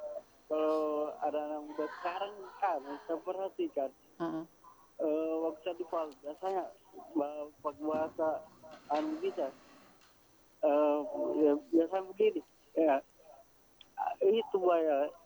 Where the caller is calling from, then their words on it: Central Sulawesi, Indonesia; ante gagan di Kaliburu.